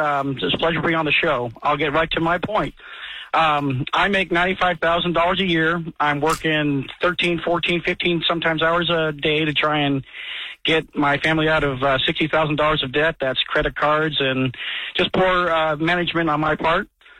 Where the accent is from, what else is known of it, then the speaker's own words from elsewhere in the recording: St. Louis, Missouri, United States; I'm from St. Louis, man.